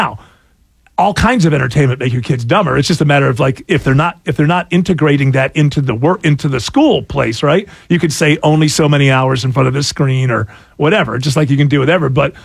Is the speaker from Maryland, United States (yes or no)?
no; Utah, United States; I'm sure if somebody listening, well, I grew up in Utah.